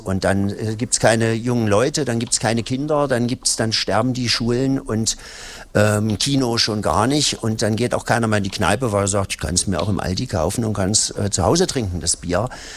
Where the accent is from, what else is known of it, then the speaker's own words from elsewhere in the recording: Hettstedt, Saxony-Anhalt, Germany; Also für mich ist Eisleben ein großer Aufstieg. Ich komme nämlich aus Hettstedt.